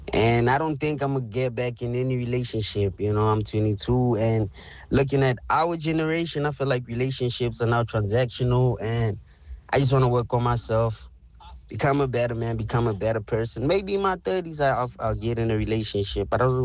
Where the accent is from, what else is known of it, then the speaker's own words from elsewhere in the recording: Gauteng, South Africa; I'm from the West Rand.